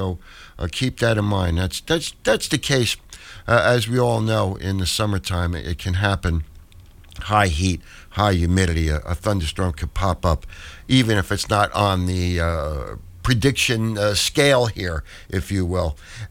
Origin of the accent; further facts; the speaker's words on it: Woodbridge Township, New Jersey, United States; Avenel, just up the road, part of Woodbridge Township, my hometown.